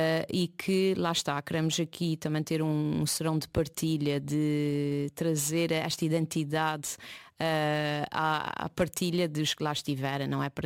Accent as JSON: {"language": "Portuguese", "region": "Azores", "country": "Portugal", "said": "nós açorianos"}